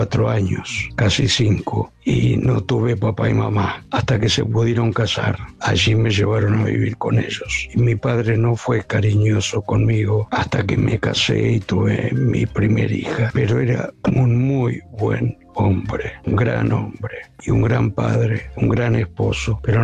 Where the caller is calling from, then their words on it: Santa Fe, Argentina; de Santa Fe.